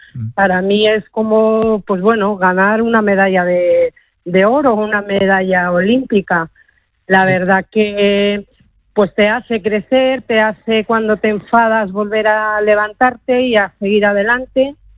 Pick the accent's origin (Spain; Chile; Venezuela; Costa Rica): Spain; Gijón, Asturias; yo nací en la Calzada, viví 2 años en la Calzada, no tengo muchos recuerdos, pero ya recuerdo de muy guaja de venir del colegio, que mis padres tenían La Ponderosa, en la carretera antigua Gijón-Oviedo